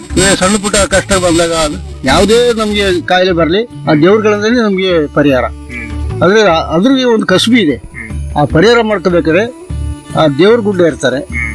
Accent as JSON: {"language": "Kannada", "region": "Karnataka", "country": "India", "tie": "born there"}